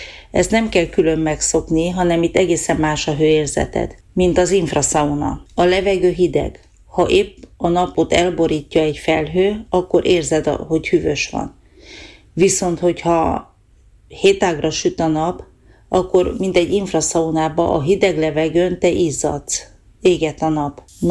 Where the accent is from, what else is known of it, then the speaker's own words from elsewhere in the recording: Transylvania, Romania; now in Norway; Erdélyből jöttem ki, mi annak idején úgy tanultuk